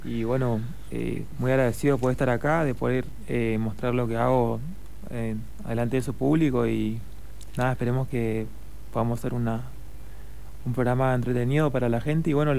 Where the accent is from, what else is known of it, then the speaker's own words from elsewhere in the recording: Santa Inés, Misiones, Argentina; soy de Santa Inés, y acá en Misiones